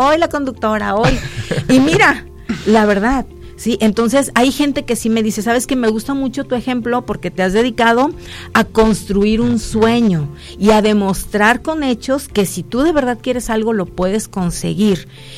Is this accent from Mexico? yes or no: yes; Tepic, Nayarit, Mexico; yo estoy enamorada de Tepic en todos los sentidos, entonces me pesaba tanto, decía, ¿cómo voy a dejar de donde soy para irme a otro lado?